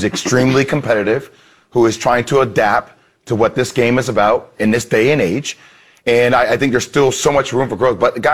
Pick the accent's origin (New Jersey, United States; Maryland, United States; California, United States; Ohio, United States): New Jersey, United States; look, I'm from New Jersey, okay?